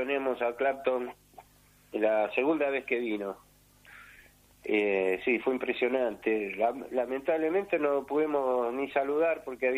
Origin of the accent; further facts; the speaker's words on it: Buenos Aires, Argentina; en el barrio donde yo me crié, en Floresta